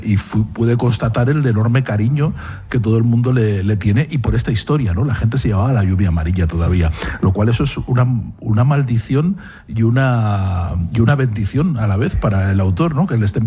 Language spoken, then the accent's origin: Spanish; Aragon, Spain; also born or lived in Madrid; Como aragonés nacido en Madrid, claro, es lo que soy.